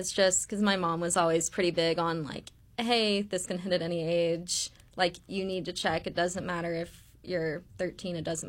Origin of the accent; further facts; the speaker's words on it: Tennessee, United States; Like, I'm from Tennessee. I don't have family up here.